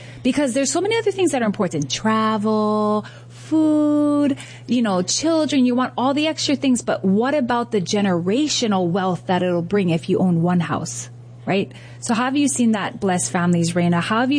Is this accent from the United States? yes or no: yes; Hawaii, United States; Yeah, and I want to say for me as a Hawaiian, it's so important that I preach this message to other Hawaiians, because owning land is a thing.